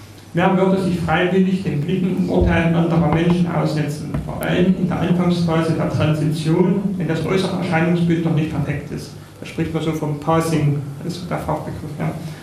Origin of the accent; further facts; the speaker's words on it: Germany; Okay, und ich stamme ja aus Oldeslem.